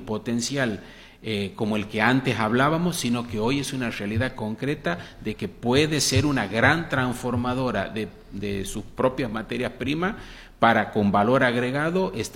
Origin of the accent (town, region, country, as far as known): Santiago del Estero, Argentina